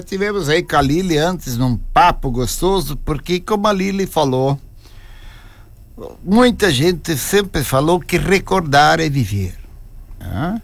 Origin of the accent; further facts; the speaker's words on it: Montenegro, Rio Grande do Sul, Brazil; also born or lived in Salvador do Sul; No meu caso ainda foi que eu sou natural de Montenegro, mas salvadorense de coração com certeza.